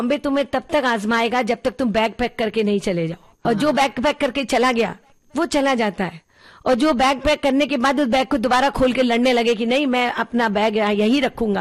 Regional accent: Agra, Uttar Pradesh, India; now in Mumbai, India; तो मैंने कहा अंकल मैं आगरा से हूँ।

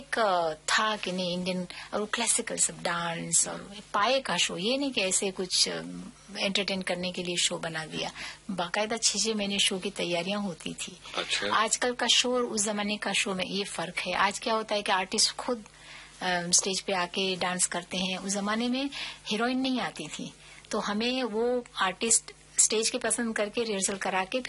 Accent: Dar es Salaam, Tanzania; born or raised there; moved away

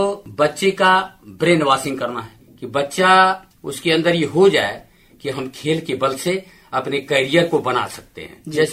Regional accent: Chandauli district, Uttar Pradesh, India; जैसे हम लोग गांव के हैं रहने वाले, बेसिकली मैं गांव का निवासी हूँ, चंदौली जिले में धानापुर एक जगह है, धानापुर में गांव है डबरिया, उस गांव का मैं मूल रूप से निवासी हूँ।

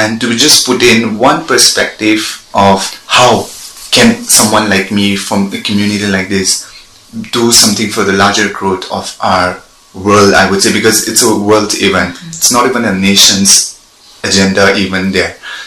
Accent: Wokha district, Nagaland, India; also born or lived in Kohima; coming from a small community like us from the northeastern region of India, Nagaland, and then when you narrow it down to my perspective, I'm from Woka district.

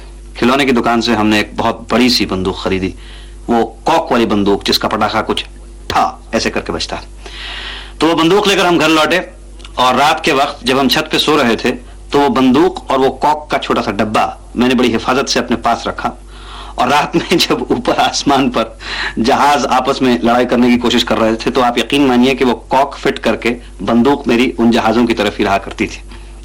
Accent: Ludhiana, Punjab, India; मैं लुधियाने का रहने वाला हूँ, खुली छतें होती हैं वहाँ पर

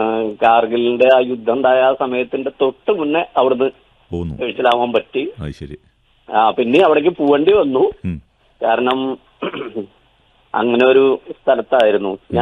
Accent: Pallippuram, Kerala, India; ഞാൻ പട്ടാമ്പി പള്ളിപ്പുറത്തുനിന്നാണ്.

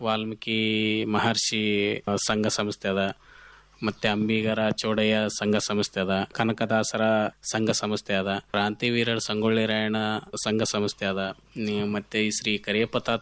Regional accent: Kalmala, Karnataka, India

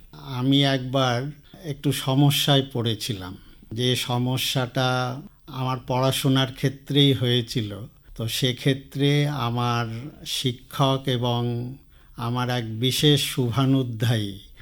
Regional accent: Baharampur, West Bengal, India; আমার জন্ম বহরমপুরে।

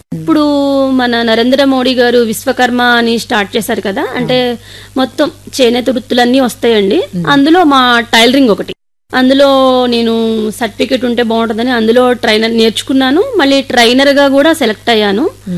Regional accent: Andhra Pradesh, India; అది మా ఊరు ఏలూరు పక్కన చదుమేళ్ళని 5 కిలోమీటర్స్ ఉండేది.

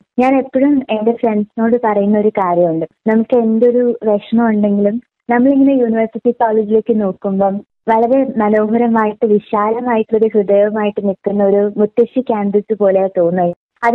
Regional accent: Balaramapuram, Kerala, India; ഞാൻ ബാലരാമപുരം സ്വദേശിനിയാണ്.

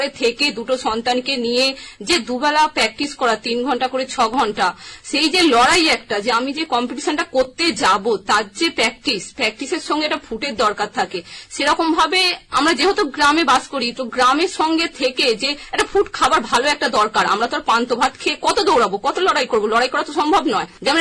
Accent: Jangipara, West Bengal, India; born there; now in Tarakeswar, India; তারকেশ্বর, হুগলি, আমার জন্ম জাঙ্গিপাড়াতে।

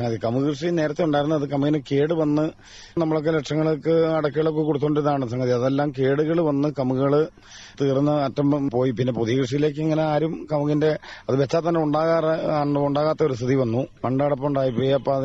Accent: Kunchithanni, Kerala, India; born there; Kunchithanni government ഹൈസ്കൂളിലായിരുന്നു വിദ്യാഭ്യാസം.

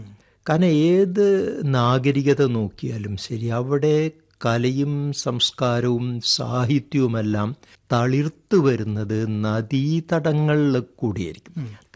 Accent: Ponnani, Kerala, India; also born or lived in Kolkata; ഞാൻ കൽക്കട്ടയിലാണ് ജനിച്ചതെങ്കിലും ആ കാര്യം ഞാൻ അങ്ങനെ പ്രകടമായി പറയാറില്ല. കാരണം എനിക്ക് ഓർമ്മ വെച്ച കാലം മുതൽ ഞാൻ പൊന്നാനിയാണ്.

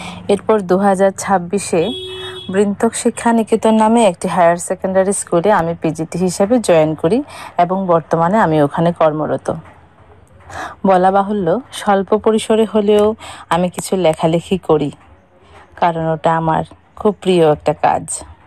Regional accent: Santirbazar, Tripura, India; born there; moved away as an adult; now in Baikhora, India; দক্ষিণ ত্রিপুরার শান্তির বাজারে আমার পিতৃনিবাস, কিন্তু বিবাহ সূত্রে বর্তমানে আমি বাইখোড়াতে থাকি।

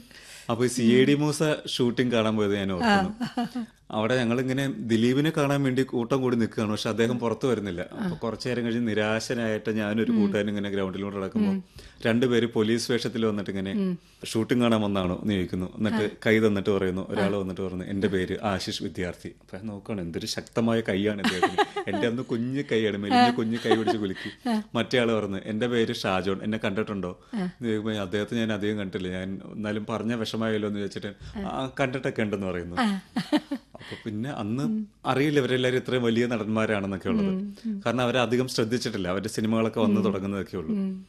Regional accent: Kerala, India; ഞാൻ ഒരുപാട് ഷൂട്ടിംഗ് എല്ലാം നടക്കുന്ന ഒരു സ്ഥലത്തായിരുന്നു എന്റെ കുട്ടിക്കാലം. അവിടെ ഫാക്ട് ടൗൺഷിപ്പിലായിരുന്നു.

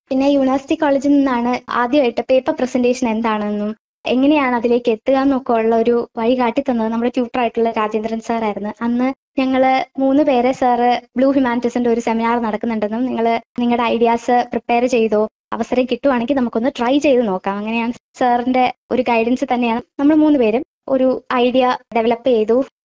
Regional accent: Varkala, Kerala, India; ഞാൻ വർക്കല സ്വദേശിനിയാണ്.

